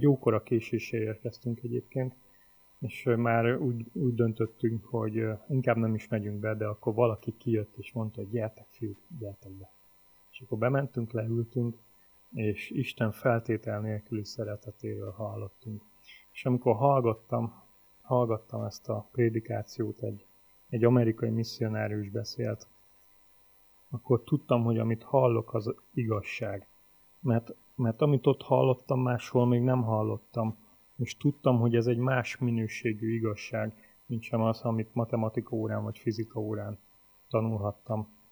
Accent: Debrecen, Hajdú-Bihar, Hungary; én debreceni vagyok eredetileg

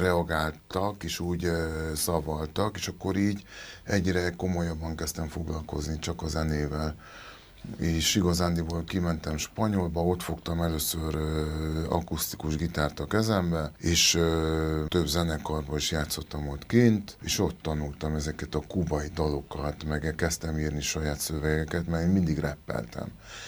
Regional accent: Hungary; born there; first language Spanish; Hungarian is a second language; also born or lived in Barcelona, Spain / Uruguay; én Magyarországon nőttem fel

